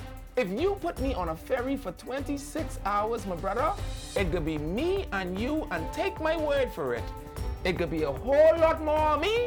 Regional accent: Nassau, New Providence, Bahamas; And I was from Nassau. We ain't had no bridge to backflip off.

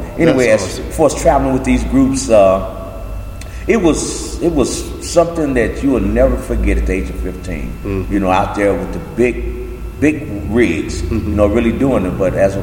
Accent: East St. Louis, Illinois, United States; born and raised in East St. Louis, Illinois.

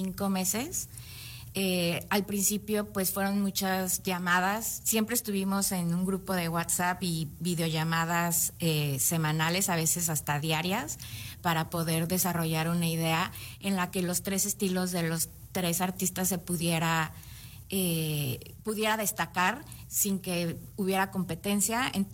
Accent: Toluca, State of Mexico, Mexico; moved away as an adult; now in Caribbean; yo soy mexicana, nací en Toluca, Estado de México, y estuve estudiando ahí hasta la universidad.

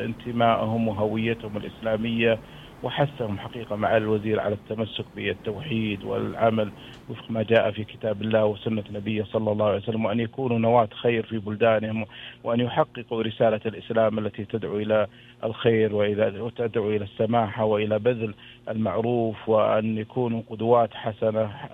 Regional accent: Saudi Arabia; الذي نفخر حقيقة نحن كمواطنين سعوديين.

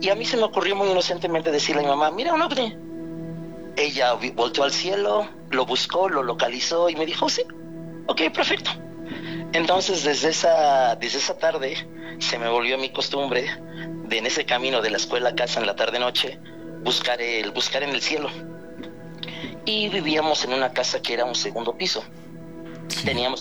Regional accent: Atlixco, Puebla, Mexico; Yo soy de Puebla

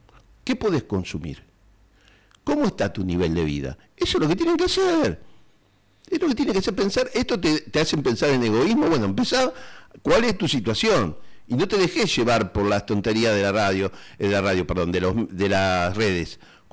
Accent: Argentina; no somos los únicos argentinos que tenemos bronca.

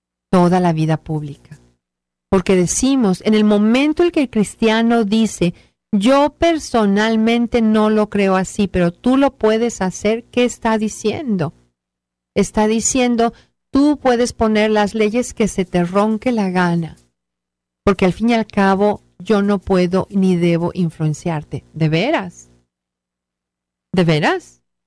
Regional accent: Mexico; Nosotros los mexicanos nos unimos como mexicanos y como personas.

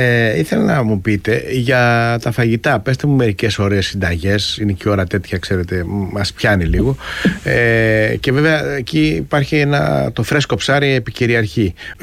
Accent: Chania, Crete, Greece; Εγώ είμαι Χανιώτης

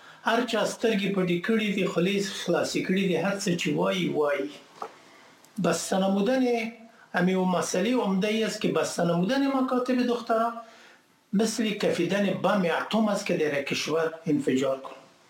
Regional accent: Afghanistan; moved away; ما که در خارج از افغانستان هستیم

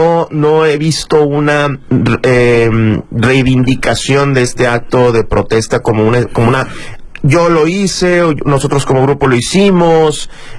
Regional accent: Mexico

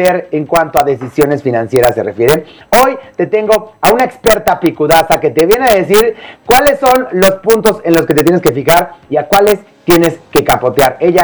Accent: Mexico; que tristemente, Pau, nosotros como mexicanos no tenemos una cultura de ahorro.

